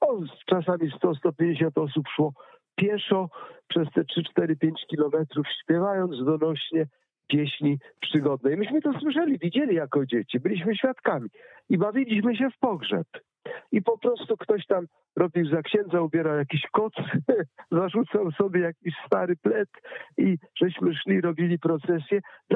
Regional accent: Pomeranian Voivodeship, Poland; mogłem zwiedzać mój rodzinny kraj, Kaszuby.

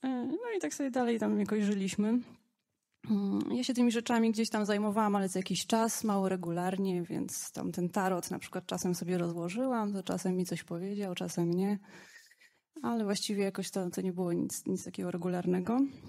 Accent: Warsaw, Masovian Voivodeship, Poland; moved away as an adult; wyjeżdżam za moim partnerem z Warszawy, skąd pochodzę i gdzie mieszkaliśmy.

